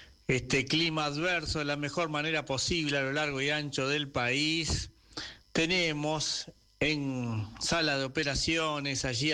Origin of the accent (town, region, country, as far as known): Uruguay